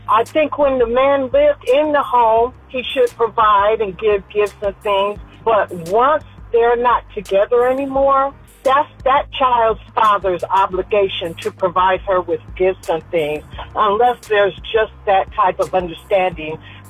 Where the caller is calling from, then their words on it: Ohio, United States; from Ohio